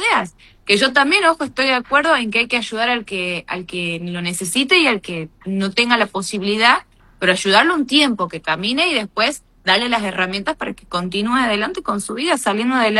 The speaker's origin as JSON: {"language": "Spanish", "town": "Termas de Río Hondo", "region": "Santiago del Estero", "country": "Argentina", "said": "Los que somos de Termas"}